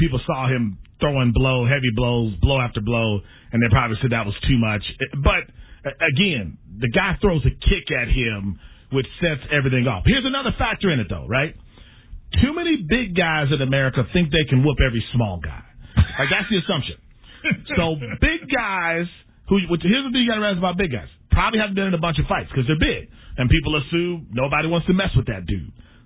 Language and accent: English; Milwaukee, Wisconsin, United States; I just went to my brother's wedding in Milwaukee. I'm from Milwaukee.